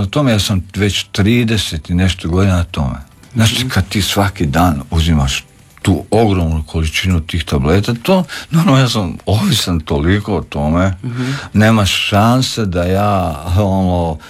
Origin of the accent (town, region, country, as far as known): Vinkovci, Vukovar-Syrmia County, Croatia